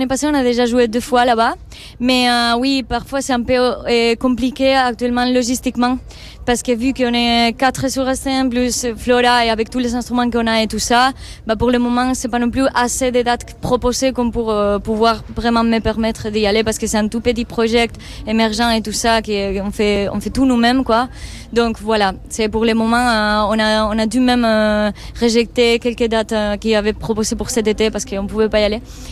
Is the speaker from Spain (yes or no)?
yes; Spain; moved away as an adult; now in Brussels, Belgium; je suis espagnole, mais je suis passée à Bruxelles